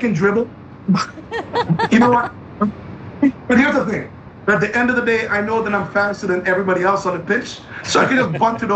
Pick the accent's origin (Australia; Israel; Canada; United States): Canada; Yes, I live in Canada, I'm Canadian.